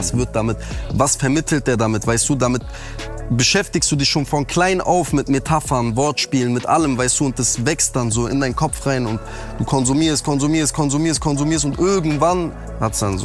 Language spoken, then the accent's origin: German; North Rhine-Westphalia, Germany; aber ich komme ja aus NRW